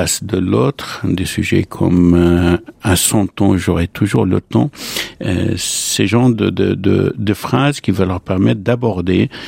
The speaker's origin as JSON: {"language": "French", "country": "Lebanon", "tie": "born or raised there", "moved": "as an adult", "lives_now": "France", "said": "je suis né au Liban, j'ai grandi au Liban et je suis venu à France à l'âge de 23 ans."}